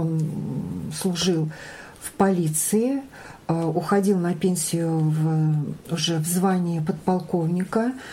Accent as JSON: {"language": "Russian", "area": "Naro-Fominsk district", "region": "Moscow Oblast", "country": "Russia", "tie": "born or raised there", "moved": "yes", "lives_now": "Ostashkov, Russia", "said": "Нет, я родилась в Подмосковье, на Рафаминский район. Я родилась в деревне, которая имеет... Вернее, выросла в деревне, которая имеет такое необычное название – Клова."}